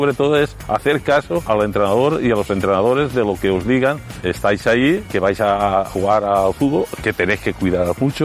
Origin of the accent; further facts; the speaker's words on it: Puçol, Valencian Community, Spain; Jo, per les esprades, me n'anava al camp del meu poble, que era el Pusol, tancava la porta del camp de futbol